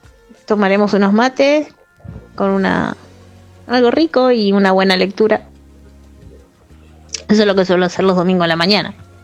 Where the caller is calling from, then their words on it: Buenos Aires, Argentina; de Caballito